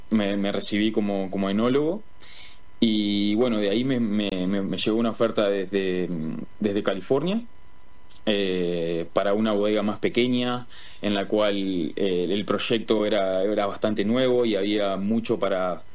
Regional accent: Uruguay; moved away as an adult; also born or lived in New Zealand; now in United States; Yo cuando salí de Uruguay no era enólogo.

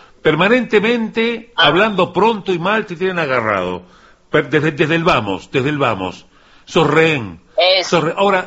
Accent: Uruguay; aquí los niños en Uruguay, en mi país, viven su niñez.

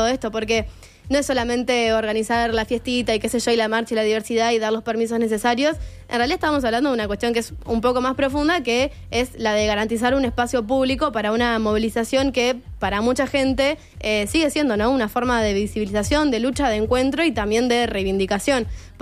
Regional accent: Montevideo, Uruguay; nosotros mismos somos montevideanos

